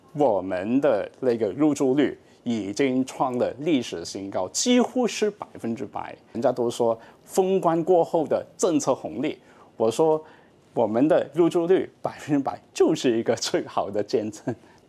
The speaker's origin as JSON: {"language": "Chinese", "region": "Hainan", "country": "China", "moved": "yes", "lives_now": "Hong Kong", "said": "我们海南"}